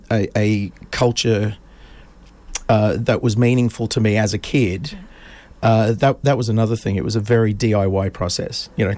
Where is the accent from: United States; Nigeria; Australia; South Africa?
Australia; Perth, Western Australia; born there; Well, I was born in Perth.